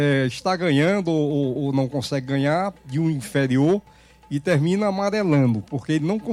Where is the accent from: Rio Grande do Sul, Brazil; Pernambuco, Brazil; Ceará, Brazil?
Ceará, Brazil; Sou de Xanamubim, né?